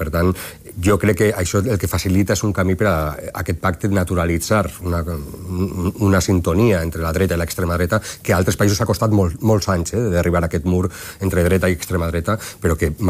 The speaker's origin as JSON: {"language": "Catalan", "region": "Valencian Community", "country": "Spain", "said": "I com a valencià, doncs, amb el tema de la Dana"}